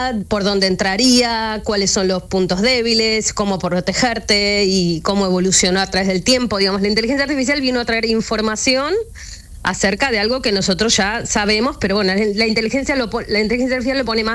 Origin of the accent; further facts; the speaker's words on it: Argentina; moved away as an adult; also born or lived in Spain; now in Manchester, United Kingdom; Bueno, yo soy de Argentina, pero con mi marido nos hemos mudado a España en 2015.